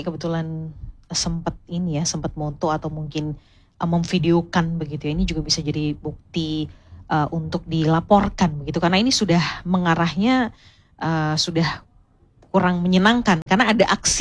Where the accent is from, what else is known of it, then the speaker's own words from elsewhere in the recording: Surabaya, East Java, Indonesia; Jadi kita sebagai warga Kota Surabaya